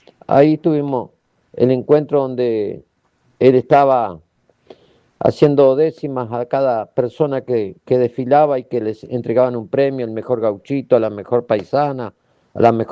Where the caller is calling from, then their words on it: Chuy, Rocha, Uruguay; te digo muy buenos días desde aquí, desde Chuy, departamento de Rocha, Uruguay.